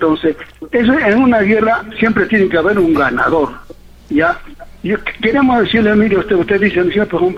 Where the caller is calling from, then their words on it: Peru; Somos reservistas del Perú.